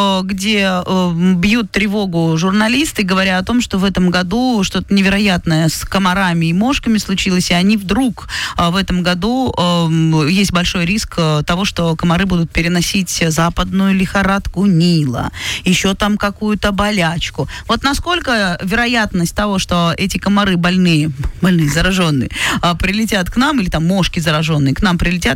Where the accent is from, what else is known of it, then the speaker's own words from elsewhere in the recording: Kyrgyzstan; now in Yugra, Russia; я родилась не здесь, не в Югре. И я родилась в Киргизии, выросла в Киргизии.